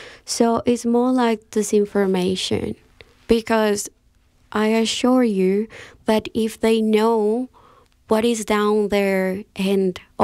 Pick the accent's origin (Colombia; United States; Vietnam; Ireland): Colombia; now in Tasmania, Australia; I come from South America